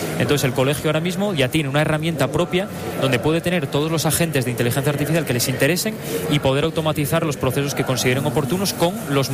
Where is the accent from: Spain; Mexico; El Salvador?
Spain; Asturias; de todo el equipo todos somos asturianos y todos han estudiado aquí en la Universidad de Oviedo